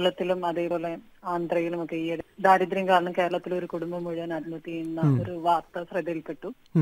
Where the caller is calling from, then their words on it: Kanimangalam, Kerala, India; Kanimangalam.